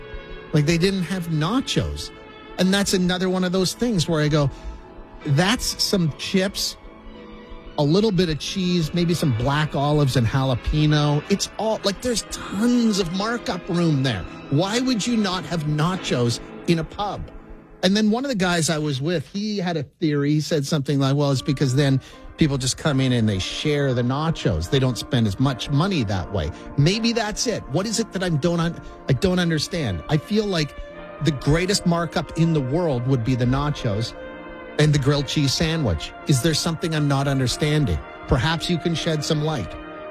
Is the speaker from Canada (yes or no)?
yes; Moose Jaw, Saskatchewan, Canada; I grew up in Moose Jaw, Saskatchewan